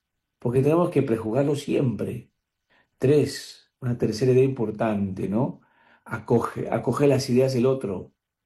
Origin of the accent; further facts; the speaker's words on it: Peru; Que vivamos como peruanos de fe